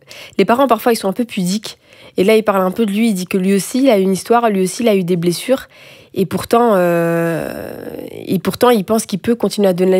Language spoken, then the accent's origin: French; Brussels, Brussels-Capital Region, Belgium; on est de Bruxelles toutes les deux